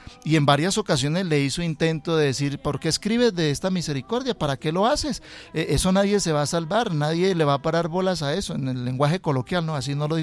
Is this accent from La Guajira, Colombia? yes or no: no; Cúcuta, Norte de Santander, Colombia; soy cucuteño y allá son 38 grados a la sombra